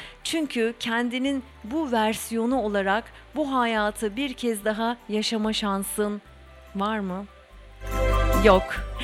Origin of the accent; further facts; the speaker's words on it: Aliağa, İzmir, Turkey; Ali Ağa'da büyüdüm ben.